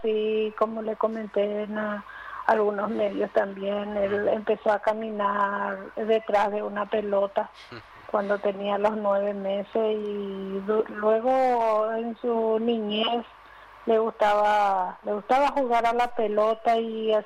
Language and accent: Spanish; Paraguay; Soy de Huereco. Tengo 4 años.